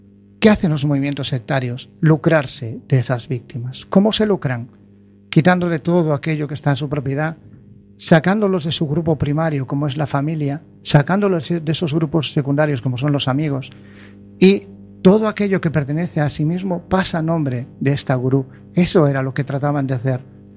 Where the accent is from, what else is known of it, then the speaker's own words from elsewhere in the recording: Baiona, Galicia, Spain; accent: Galician; moved away as an adult; soy de Bayona.